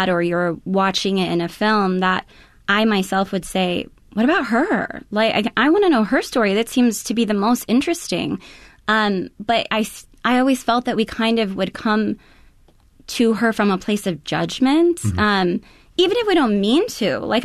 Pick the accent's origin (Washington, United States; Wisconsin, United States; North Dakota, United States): Wisconsin, United States; Nisita; my hometown, which is Nisita, Wisconsin, where I grew up, which has quite a bit of its own lore